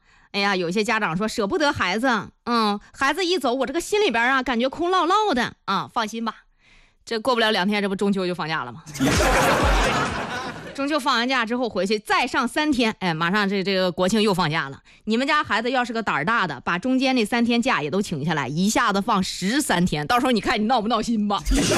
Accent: China; 作为中国人啊，我觉得咱们应该有这个自信。

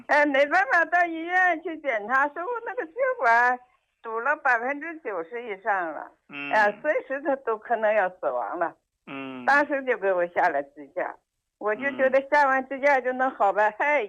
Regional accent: Shenyang, Liaoning, China; 哎，您好，刘老师，我是沈阳的患者。

